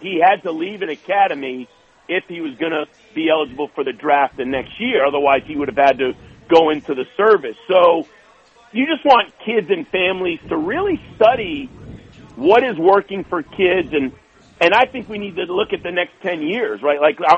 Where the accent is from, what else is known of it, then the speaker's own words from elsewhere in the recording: New York, United States; and of course I'm a Knicks fan, Luke, and I grew up in New York, big Knicks fan